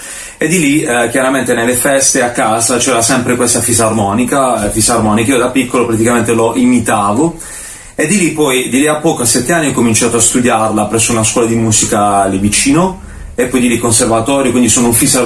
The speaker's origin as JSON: {"language": "Italian", "town": "Gravina in Puglia", "region": "Apulia", "country": "Italy", "tie": "born or raised there", "said": "Io sono pugliese, quindi originario di Gravina in Puglia, provincia di Bari, ed ero piccolo, insomma, giù"}